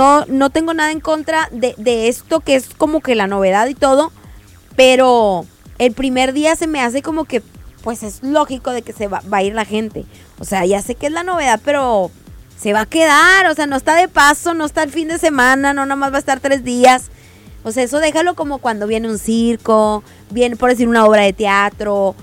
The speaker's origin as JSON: {"language": "Spanish", "town": "Monterrey", "region": "Nuevo León", "country": "Mexico", "said": "así somos los regios"}